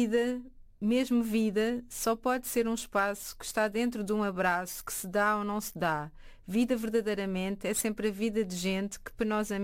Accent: Portugal

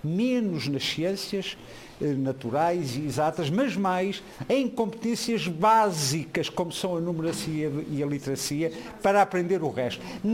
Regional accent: Porto, Norte, Portugal; Eu que sou do Porto, sou também de uma cidade de bairros.

